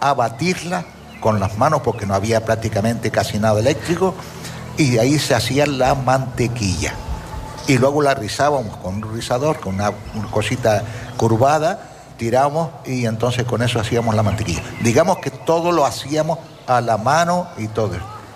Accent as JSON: {"language": "Spanish", "region": "Canary Islands", "country": "Spain", "tie": "born there", "said": "Pero, hombre, yo soy nacido en Gran Canaria. Pero cuando he venido aquí al sur hace 45 años"}